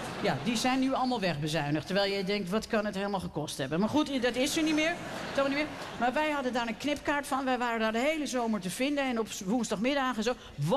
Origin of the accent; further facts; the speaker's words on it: Haarlem, North Holland, Netherlands; Het was weliswaar de wilde jaren 60 dat ik ben geboren. Maar het was bij ons in Haarlem-Noord kennelijk nog niet helemaal doorgedrongen.